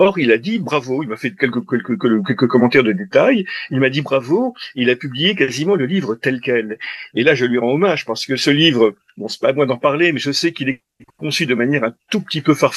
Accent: Marcq-en-Barœul, Hauts-de-France, France; born there; je suis né près d'Ille, à Marcq-en-Barœul

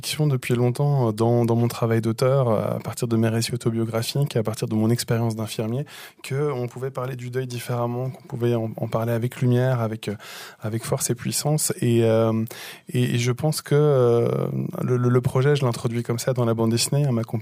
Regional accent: Belgium; Je suis né avec la bande dessinée, je suis belge, donc comme je le dis toujours, j'ai appris à lire dans la bande dessinée

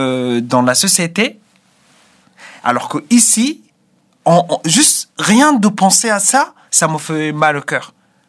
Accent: Sudan; now in France; Parce que quand je suis parti du Soudan, j'ai cherché deux choses. La liberté et la dignité.

